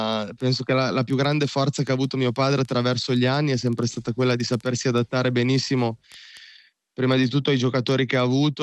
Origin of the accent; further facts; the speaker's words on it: Parma, Emilia-Romagna, Italy; now in Lille, France; io sono nato e cresciuto a Parma